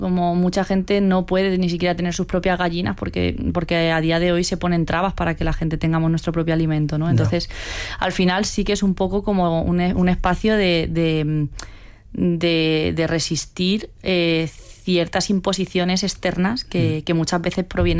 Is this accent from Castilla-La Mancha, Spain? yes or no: yes; Castilla-La Mancha, Spain; Es un pueblo, sí, que pertenece a Cuenca, pero no está en la serranía, sino que está en la Mancha Baja.